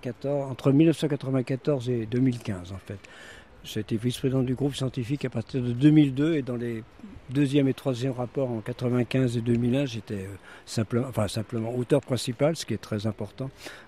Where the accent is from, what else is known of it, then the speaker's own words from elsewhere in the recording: Janzé, Brittany, France; j'y suis né.